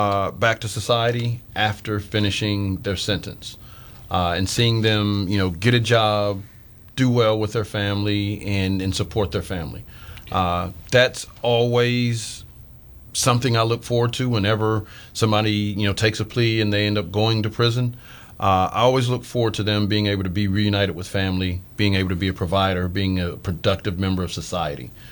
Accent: the South, United States; So I grew up in the South, so I'm used to both conservative and liberal ideas.

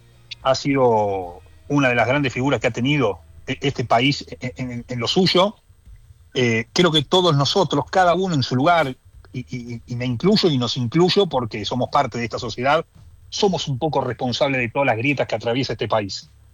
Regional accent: Ramos Mejía, Buenos Aires Province, Argentina; born there; he ido a bailar durante mi adolescencia en Ramos Mejía

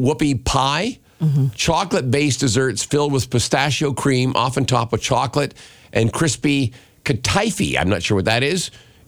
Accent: Canada; But you know, I'm Canadian. We don't do guns.

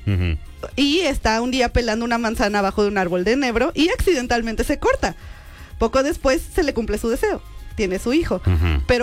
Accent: Mexico

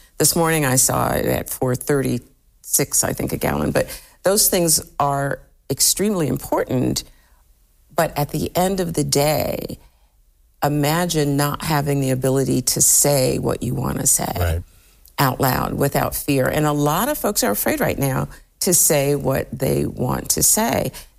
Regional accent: Louisville, Mississippi, United States; born there; I was born in a little town in Mississippi called Louisville, Mississippi. It's so small, in fact, that the streets.

